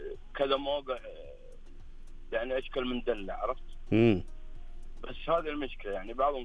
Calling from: Mecca, Makkah Province, Saudi Arabia; والله من مكة.

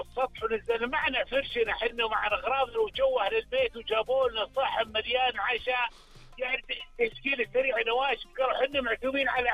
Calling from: Al-Qassim, Saudi Arabia

